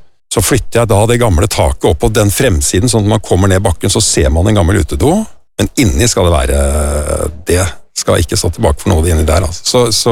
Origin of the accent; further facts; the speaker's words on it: Hvaler, Østfold, Norway; Når vi vokste opp på Vesterøy på Hvaler som barn